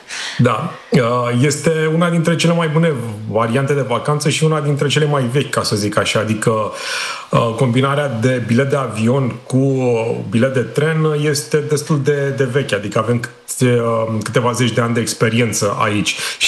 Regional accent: Romania; aici avem noi, ca români, avem și un alt avantaj

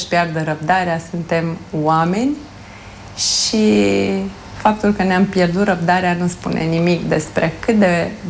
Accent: Romania; nu-mi pare rău că am rămas în țară și nu am plecat din România.

